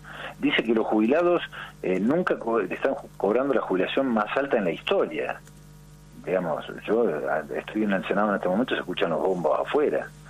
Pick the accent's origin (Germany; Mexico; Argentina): Argentina; Río Negro; yo soy de Río Negro